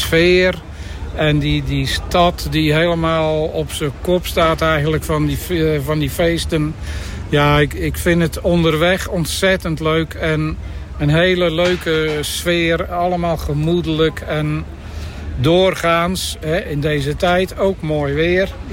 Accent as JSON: {"language": "Dutch", "town": "Zoutelande", "region": "Zeeland", "country": "Netherlands", "said": "Ik kom uit Zoutelanden en ik ben nog 69, maar ik word dit jaar 70."}